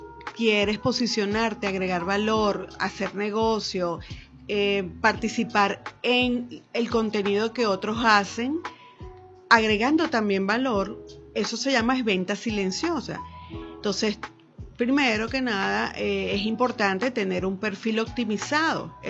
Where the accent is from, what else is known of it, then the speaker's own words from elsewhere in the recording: Venezuela; y nosotros como venezolanos tenemos una gran oportunidad de ahí de destacar